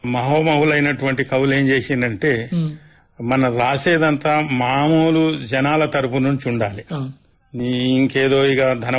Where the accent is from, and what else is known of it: Adilabad, Telangana, India